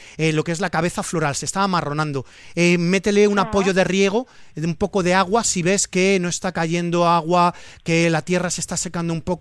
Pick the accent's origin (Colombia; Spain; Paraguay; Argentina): Spain; Valencian Community; Yo a ti te voy a recomendar como buen valenciano el cunquat.